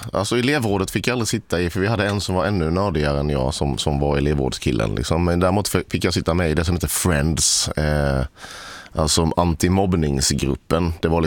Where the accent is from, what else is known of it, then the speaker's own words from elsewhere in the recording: Sölvesborg, Blekinge, Sweden; Jag hittade ett telefonnummer till Sverigedemokraterna i gula sidorna på stadsbiblioteket hemma i Sölvesborg